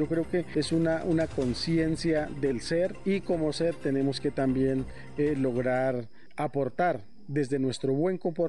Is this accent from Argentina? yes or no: no; Colombia; como colombianos que somos